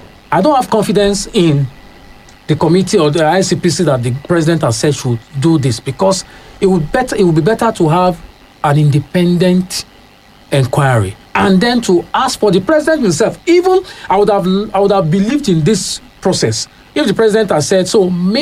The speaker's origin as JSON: {"language": "English", "country": "Nigeria", "said": "I'm a Nigerian"}